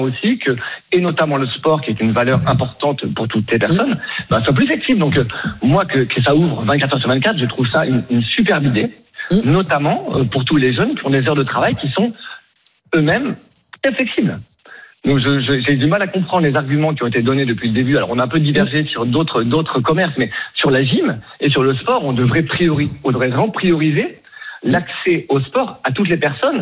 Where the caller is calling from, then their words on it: Paris, Île-de-France, France; moi j'habite à Paris